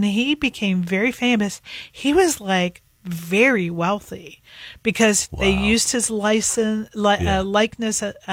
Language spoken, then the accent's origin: English; Northeast, United States; moved away; we're from the Northeast.